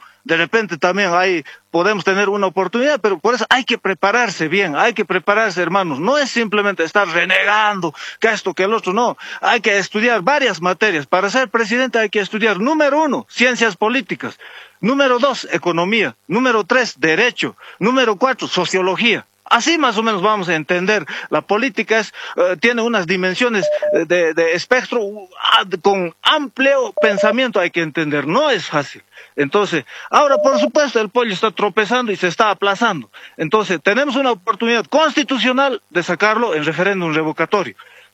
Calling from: Bolivia

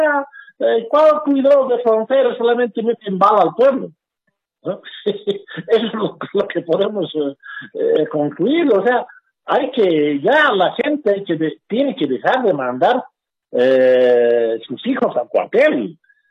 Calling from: El Alto, La Paz, Bolivia; de la ciudad del Alto

